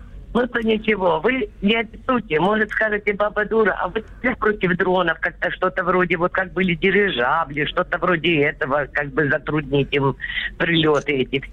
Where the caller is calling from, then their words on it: Henichesk, Kherson Oblast, Ukraine; Херсонская область, город Геническ.